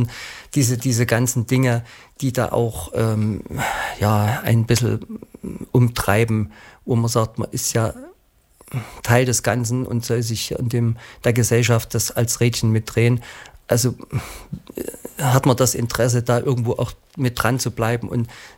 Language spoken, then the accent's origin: German; Plauen, Saxony, Germany; Heimat ist ja das Vogtland, ja, ich komme aus Blauen, genau.